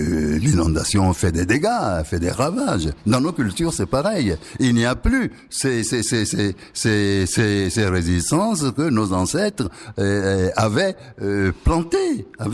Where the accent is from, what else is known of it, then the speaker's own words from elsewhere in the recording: Togo; moved away; also born or lived in Greenland; Je n'ai jamais vu ça chez moi au Togo.